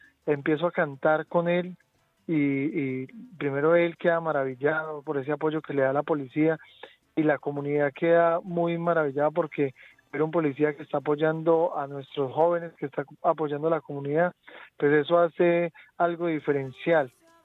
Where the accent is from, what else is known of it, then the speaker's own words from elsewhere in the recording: La Tebaida, Quindío, Colombia; moved away as an adult; now in Pereira, Colombia; yo siempre he pertenecido desde muy pequeño, siempre he pertenecido a los grupos musicales. He estado en los grupos pequeños de mi pueblo, de la Tebaí de Quindío